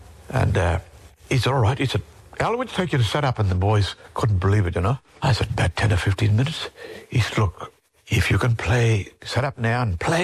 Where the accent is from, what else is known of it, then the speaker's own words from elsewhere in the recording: South Australia, Australia; we're from South Australia.